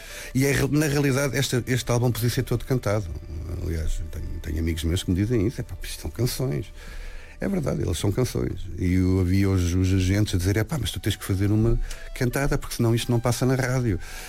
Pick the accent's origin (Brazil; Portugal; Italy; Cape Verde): Portugal; Lisbon; Eu nasci em Lisboa, vivia na urbe e serei sempre um gajo urbano. Urbano.